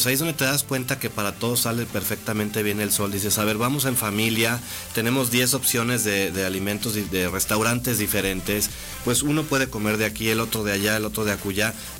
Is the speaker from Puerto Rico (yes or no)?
no; Aguascalientes, Mexico; Yo soy de aquí, de Aguascalientes.